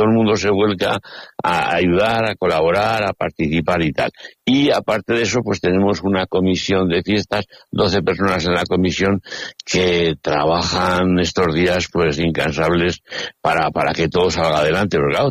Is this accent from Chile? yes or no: no; Spain; los que somos de Verdejo y los que somos devotos de nuestra patrona